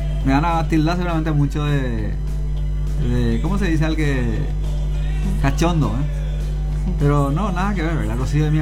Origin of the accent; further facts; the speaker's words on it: Paraguay; me sentí muy, muy honrado como paraguayo